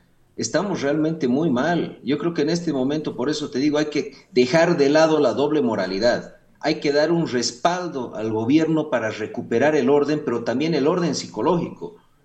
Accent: Bolivia

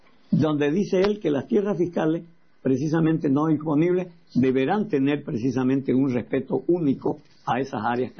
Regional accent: Bolivia; ¿será que yo no soy boliviano?

